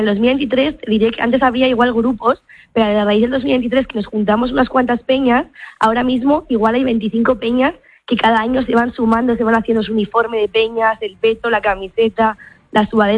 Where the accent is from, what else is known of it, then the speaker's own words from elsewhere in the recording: Valdezate, Castile and León, Spain; born there; Pues en mi peña realmente llevo, pues yo creo que desde que era una cría. Hemos crecido todas juntas.